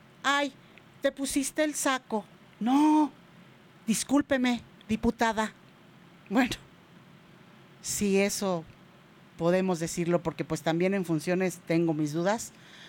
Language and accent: Spanish; Zacatecas, Mexico; moved away; ahí en mi tierra, Zacatecas.